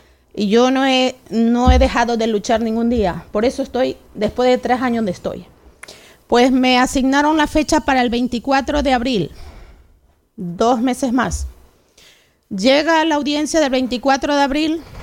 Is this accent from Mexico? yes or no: no; Ecuador; la serie de horror que estoy viviendo aquí en mi país.